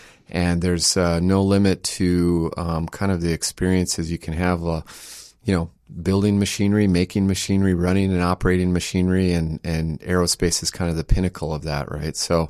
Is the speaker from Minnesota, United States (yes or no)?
yes; Bemidji, Minnesota, United States; we're in Bemidji because I grew up here in Bemidji and love the region. I left just after high school and came back about a dozen or so years later.